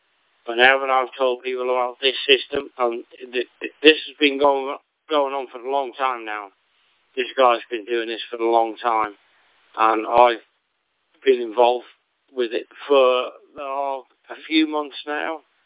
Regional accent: Liverpool, North West England, United Kingdom; accent: Merseyside; now in Tamborine Mountain, Australia; I'm originally from Liverpool

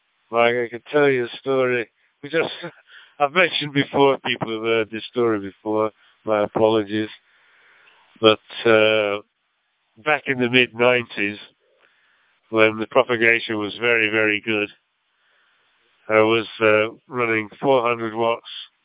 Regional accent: North West England, United Kingdom; accent: Lancashire; now in Australia; he could pick my Lancashire accent.

